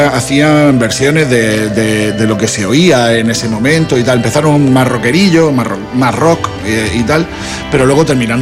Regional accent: Murcia, Region of Murcia, Spain

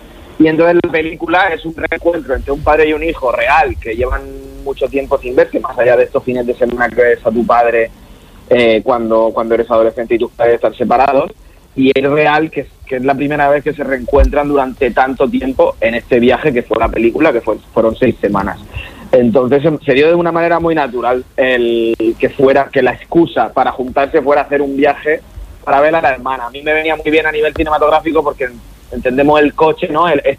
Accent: Murcia, Region of Murcia, Spain; yo soy también de Murcia, entonces la peli es muy murciana, nace en Murcia.

